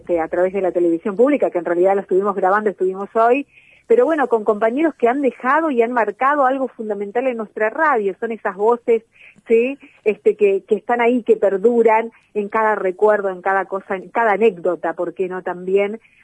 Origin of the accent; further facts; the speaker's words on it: Pozo del Mortero, Formosa, Argentina; also born or lived in Las Lomitas; fui criada en un pueblo, soy de Las Lomitas, pero fui criada en un pueblo a unos kilómetros de Las Lomitas, que es Pozo del Mortero